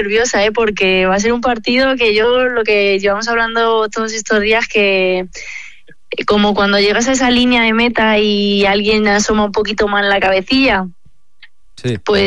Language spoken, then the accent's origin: Spanish; Madrid, Community of Madrid, Spain